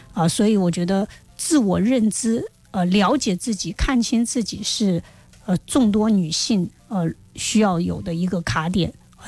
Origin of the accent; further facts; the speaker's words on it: southern China, China; 因为我是南方人啊